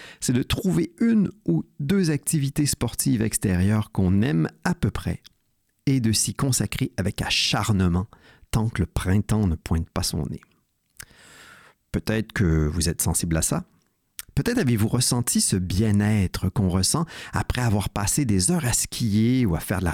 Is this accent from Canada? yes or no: yes; Quebec, Canada; comme je viens du Québec